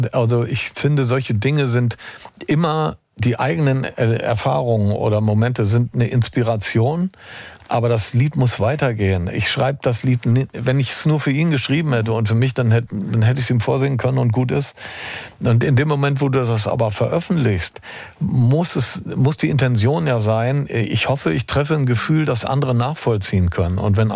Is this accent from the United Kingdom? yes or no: yes; England, United Kingdom; now in Germany; Und ich als auch Engländer will meinem Sohn natürlich auch was von unseren Wurzeln mitgeben.